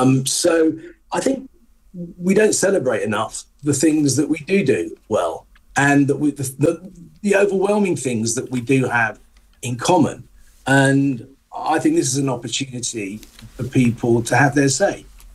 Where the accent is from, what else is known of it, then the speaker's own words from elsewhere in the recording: United Kingdom; That's part of being British as well, isn't it?